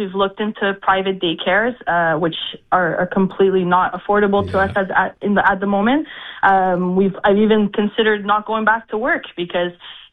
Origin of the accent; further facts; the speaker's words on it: Quebec, Canada; I grew up in the West Island, I don't remember ever having this kind of traffic on a regular basis.